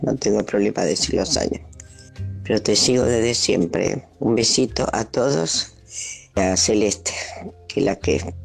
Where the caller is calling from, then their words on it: Lomas de Zamora, Buenos Aires Province, Argentina; de Loma de Zamora.